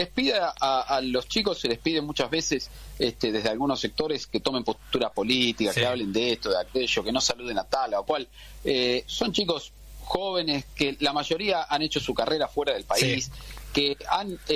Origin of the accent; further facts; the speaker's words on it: Bahía Blanca, Buenos Aires Province, Argentina; yo que soy de Bahía Blanca